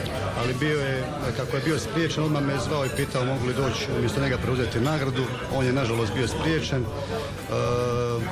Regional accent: Metković, Dubrovnik-Neretva County, Croatia; kad dolazi od sugrađanke i sugrađana grada Metkovića, našeg grada

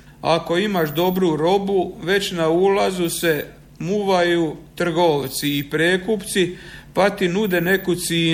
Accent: Strizivojna, Osijek-Baranja County, Croatia; Mi iz Strizivojne smo bili orijentirani na Đakovački, Vrpoljački i Andrejevački vašer.

